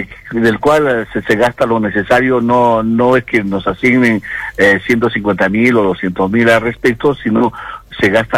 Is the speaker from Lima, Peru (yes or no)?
no; Arequipa, Peru; asentar mucho más nuestra identidad como arequipeños, como región Arequipa